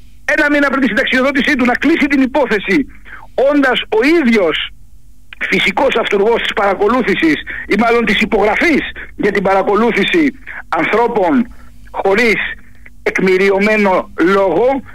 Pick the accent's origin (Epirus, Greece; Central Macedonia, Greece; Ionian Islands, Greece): Ionian Islands, Greece; Kefalonia; εγώ ως Κεφαλονίτης